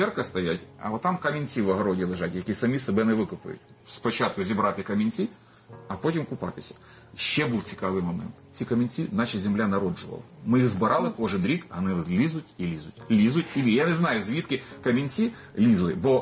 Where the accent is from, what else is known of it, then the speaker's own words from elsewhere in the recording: Tarkhankut, Crimea, Ukraine; now in Kyiv, Ukraine; І інше місце, яке просто зриває дах, це Тарханкут. Ми з Тарханкут.